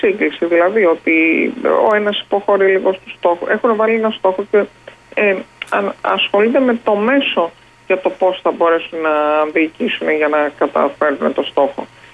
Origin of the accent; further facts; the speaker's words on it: Central Greece, Greece; Επειδή εγώ τυχαίνει να κατάγομαι και από τη Φωκίδα